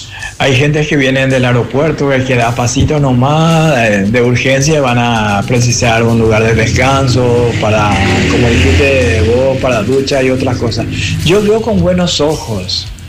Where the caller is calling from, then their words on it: Luque, Central, Paraguay; Yo vivo en Bellavista, pero cruzando ahora la ruta Mariscal Estigarribia, o sea, la calle, llego a Loma Merlo en 2 minutos.